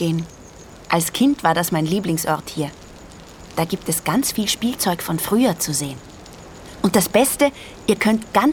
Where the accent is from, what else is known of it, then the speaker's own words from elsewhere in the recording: Oberndorf, Salzburg, Austria; now in Salzburg, Austria; Ursprünglich komme ich aus Oberndorf. Das ist im Bundesland Salzburg.